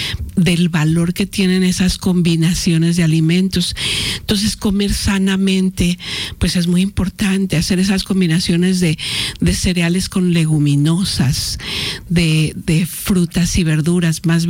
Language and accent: Spanish; Mexico; Somos mexicanos